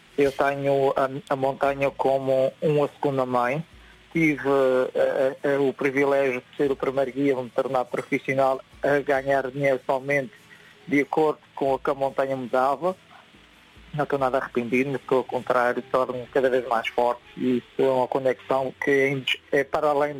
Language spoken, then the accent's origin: Portuguese; Lajes do Pico, Azores, Portugal; born there; Ter nascido no Pico, nasci nas Lajes, mas nós como nascemos nesta ilha e temos uma conexão muito forte, é indescritível e é impensável